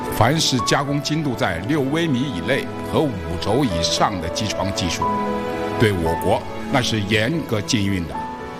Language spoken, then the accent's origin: Chinese; China; 我们中国人是最不怕吃苦的，是最聪明的